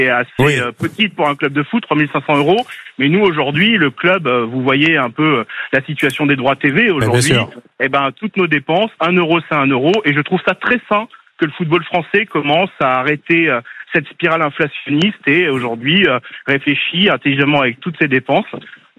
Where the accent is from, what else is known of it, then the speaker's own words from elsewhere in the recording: Lyon, Auvergne-Rhône-Alpes, France; mais je suis un homme de consensus car je suis un bon Lyonnais.